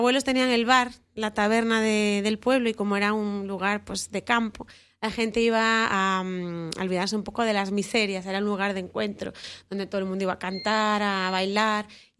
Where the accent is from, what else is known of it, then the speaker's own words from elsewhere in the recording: Galicia, Spain; first language Galician; Spanish is a second language; moved away as an adult; also born or lived in Brazil; vengo de España, concretamente de Galicia del Norte.